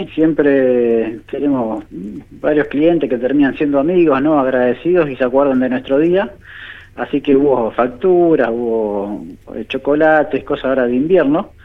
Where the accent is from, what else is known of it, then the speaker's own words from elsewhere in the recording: Buenos Aires Province, Argentina; yo soy de un pueblito, Capitán Sarmiento, es un pueblito muy chico, de 3 habitantes, en provincia de Buenos Aires, cerca de la zona de Pergamino, y mi abuelo tenía chacra, mi padre era consignatario de Hacienda.